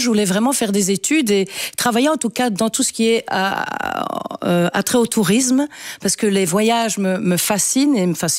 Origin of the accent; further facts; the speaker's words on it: Wallonia, Belgium; moi, je dis toujours que je suis wallon.